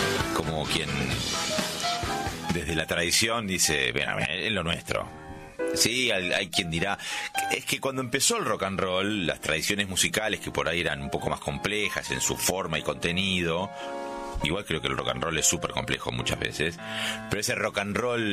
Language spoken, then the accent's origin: Spanish; Buenos Aires, Argentina; ¿Quiénes somos los porteños? Porque hay lugares con identidades más marcadas. Y acá somos una gran mezcla.